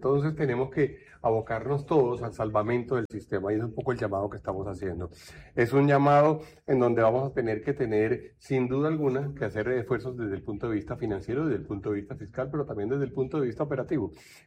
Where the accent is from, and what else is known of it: Colombia